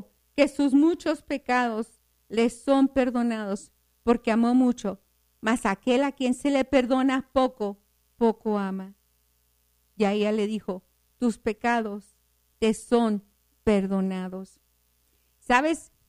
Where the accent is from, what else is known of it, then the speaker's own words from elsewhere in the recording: El Paso, Texas, United States; Somos de aquí, del Paso, Texas.